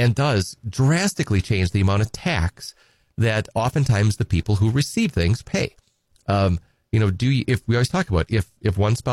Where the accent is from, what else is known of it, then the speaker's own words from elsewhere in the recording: Edgar, Wisconsin, United States; I'm from Edgar, originally, and you know, good hometown Wisconsin Badger. My undergrad is from Madison, but I'm from Edgar.